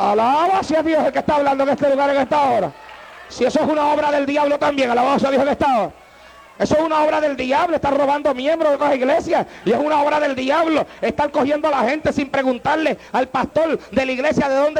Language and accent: Spanish; Puerto Rico; moved away; Porque cuando yo salí de Puerto Rico para acá, a mí me dijeron que acá yo no podía predicar como predicaba en Puerto Rico.